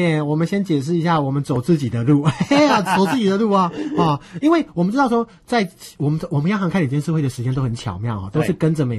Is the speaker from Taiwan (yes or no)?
yes; Nantou County, Taiwan; 以我的家乡南投县来讲